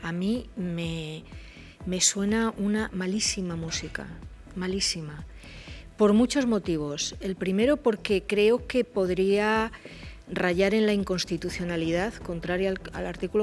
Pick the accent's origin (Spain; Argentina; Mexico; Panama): Spain; Al fin y al cabo, somos españoles todos